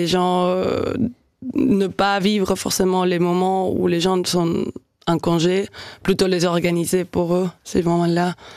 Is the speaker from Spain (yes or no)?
yes; Spain; moved away as an adult; also born or lived in Marseille; now in Switzerland; venant surtout d'Espagne, il y a une telle culture du vin